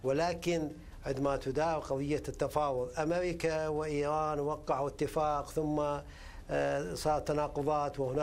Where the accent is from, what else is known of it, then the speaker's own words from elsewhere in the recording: Iraq; نحن في الداخل العراقي باعتبار الكل عراقيين